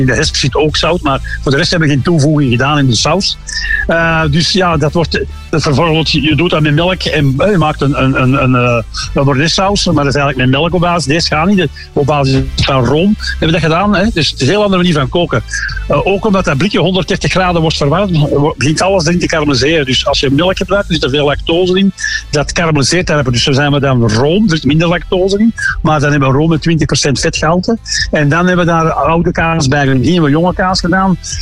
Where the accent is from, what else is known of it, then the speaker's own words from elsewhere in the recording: Belgium; Ja, dus wij als Belgen eten dat dus heel graag.